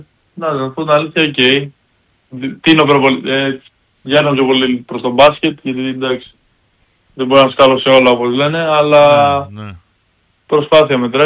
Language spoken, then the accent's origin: Greek; Greece; Όταν τους είπα ότι είμαι από την Ελλάδα